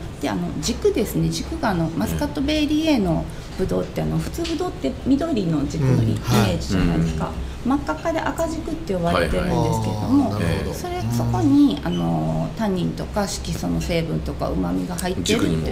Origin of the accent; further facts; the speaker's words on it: Kansai, Japan; なんか関西出身なんで、